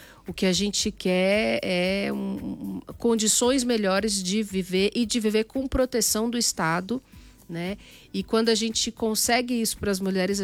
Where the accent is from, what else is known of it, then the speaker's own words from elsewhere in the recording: São Bernardo do Campo, São Paulo, Brazil; born there; Eu nasci em São Bernardo do Campo